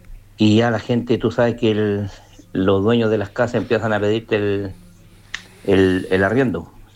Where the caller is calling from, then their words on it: Chile; ya nosotros somos de Doña Ángela, condominio Doña Ángela, acá en Altos Pisos.